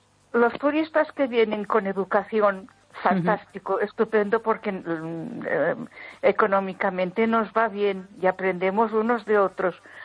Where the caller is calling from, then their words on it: Ponferrada, Castile and León, Spain; Donde vivo yo, aquí en Ponferrada